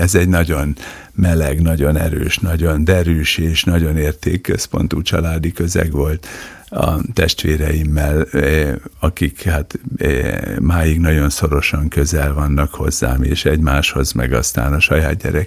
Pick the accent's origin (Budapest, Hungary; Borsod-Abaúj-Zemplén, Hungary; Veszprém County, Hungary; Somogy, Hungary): Borsod-Abaúj-Zemplén, Hungary; Miskolc; born there; 50 éve, hogy az általános iskolás életünket befejeztük, ahol egy nagyon összetartó jó közösségünk volt Miskolcon